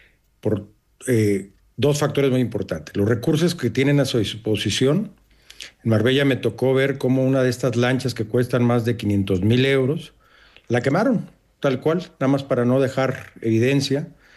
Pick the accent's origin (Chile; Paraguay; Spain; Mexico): Mexico; moved away; Y hoy vemos la realidad que vive mi país de origen, y no nada más México, sino toda la región de América Latina.